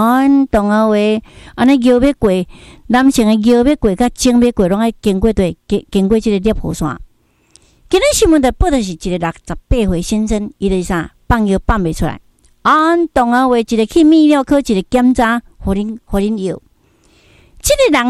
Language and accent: Chinese; Taiwan; accent: Taiwanese Mandarin; 没办法，你要叫我讲国语，我真的会闹风。因为我是台湾人啊，讲国语呢不标准是正常的。